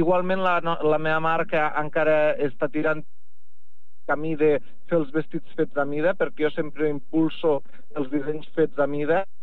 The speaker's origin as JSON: {"language": "Catalan", "town": "Mollerussa", "region": "Catalonia", "country": "Spain", "said": "Jo estic intentant impulsar aquesta moda des de l'Urgell, no sols perquè trobo que és el meu poble i jo tinc molta estima al meu poble i a la meva gent i a la meva terra d'aquí"}